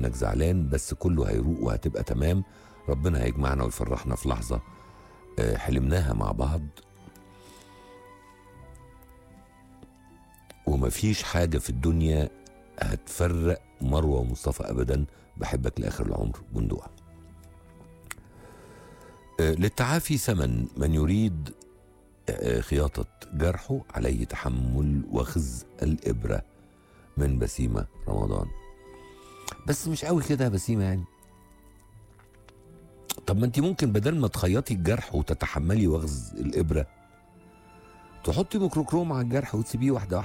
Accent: Mansoura, Dakahlia, Egypt; من المنصورة

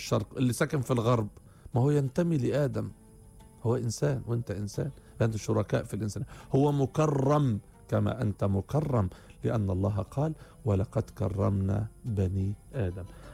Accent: Egypt; انت مصري وانا مصري

